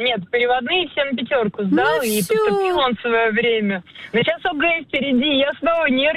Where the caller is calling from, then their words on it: Moscow, Russia; Здравствуйте, только я из Москвы, но это маленькое уточнение.